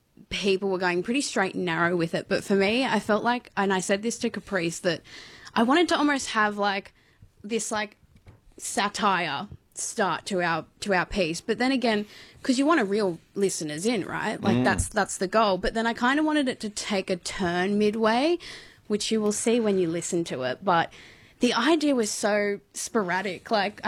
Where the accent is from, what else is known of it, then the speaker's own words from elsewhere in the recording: Goulburn, New South Wales, Australia; but I'm from Goulburn